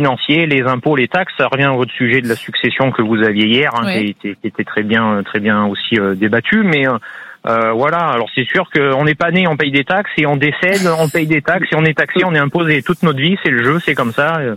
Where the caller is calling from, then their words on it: Vallière, Nouvelle-Aquitaine, France; je suis dans la Creuse, moi, à Vallières.